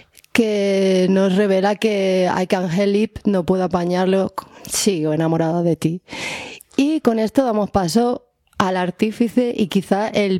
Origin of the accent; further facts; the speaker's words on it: Almería, Andalusia, Spain; No sé por qué soy de Almería